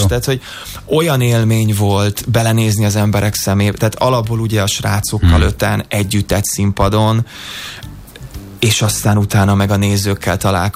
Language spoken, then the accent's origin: Hungarian; Hungary; moved away as an adult